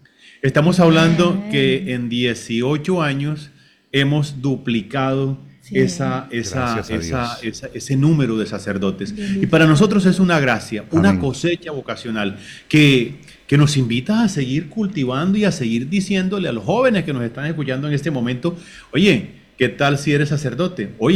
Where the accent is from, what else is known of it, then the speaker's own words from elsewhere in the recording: Caribbean coast, Colombia; now in Cartagena, Colombia; yo que soy caribeño, yo que soy costeño